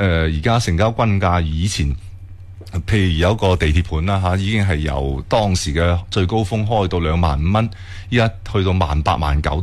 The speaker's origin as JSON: {"language": "Cantonese", "town": "Foshan", "region": "Guangdong", "country": "China", "said": "我哋佛山"}